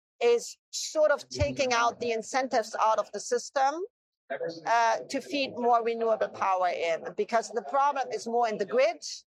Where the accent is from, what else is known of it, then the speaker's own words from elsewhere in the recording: Germany; I'm from Germany